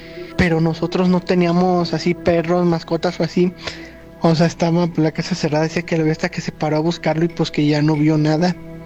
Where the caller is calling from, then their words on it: San Francisco del Rincón, Guanajuato, Mexico; de San Francisco del Rincón, Guanajuato.